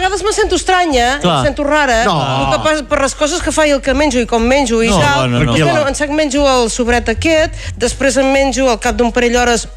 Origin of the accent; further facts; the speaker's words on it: Riudoms, Catalonia, Spain; Jo soc de Riudoms.